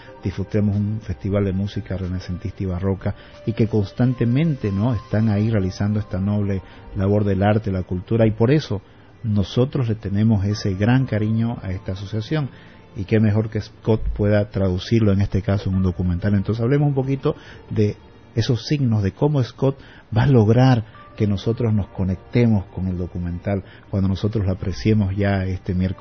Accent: Bolivia

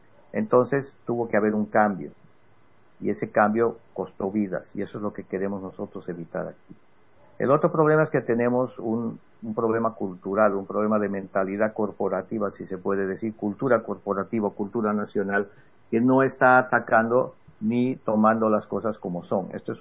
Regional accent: Bolivia; Somos muy bolivianos en ese sentido.

